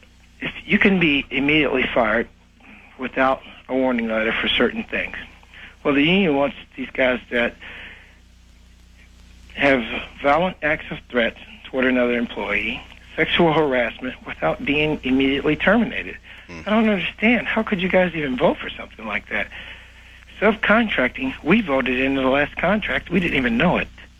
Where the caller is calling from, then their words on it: Florida, United States; I'm calling from South Florida.